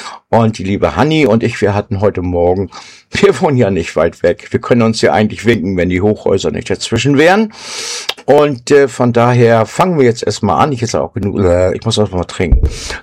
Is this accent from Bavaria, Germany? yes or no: no; Schleswig-Holstein, Germany; Peter und ich, wir sind aus Schleswig-Holstein. Da sagt man auch gerne mal Moin Moin.